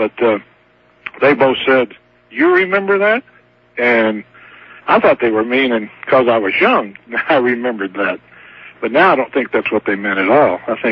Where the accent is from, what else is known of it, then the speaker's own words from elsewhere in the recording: Farmington, New Mexico, United States; when I grew up in Farmington.